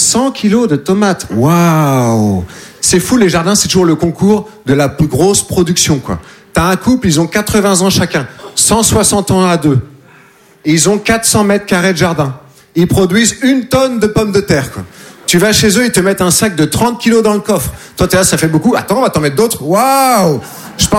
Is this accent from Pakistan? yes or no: no; Nouvelle-Aquitaine, France